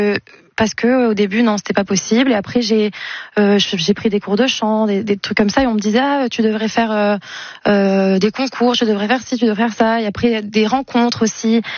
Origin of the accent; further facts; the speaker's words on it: Nice, Provence-Alpes-Côte d'Azur, France; moved away as an adult; now in Paris, France; qui ai quitté ma ville natale Nice pour m'installer à Paris, pour tenter d'être artiste, de réaliser mon rêve.